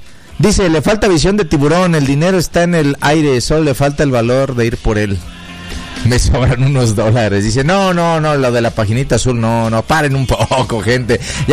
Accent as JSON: {"language": "Spanish", "country": "Mexico", "said": "Somos los mexicanos"}